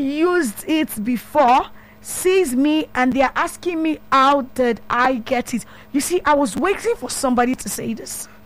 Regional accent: Ibadan, Oyo, Nigeria; I'm from Ibadan.

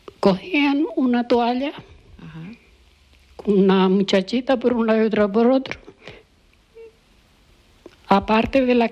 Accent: Fuencaliente de la Palma, Canary Islands, Spain; born there; El barrio de las Indias, que es donde yo nací

